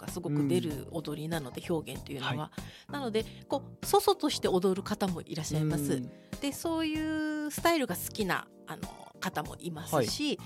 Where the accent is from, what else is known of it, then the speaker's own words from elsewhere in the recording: Nago, Okinawa, Japan; 私も先ほどちょっと説明した通りもともと地元名護出身なので、